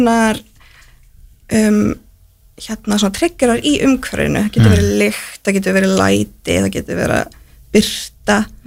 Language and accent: Icelandic; Njarðvík, Southern Peninsula, Iceland; Þegar ég var yngri og bjó ég sett fættu upp alveg í Njarvík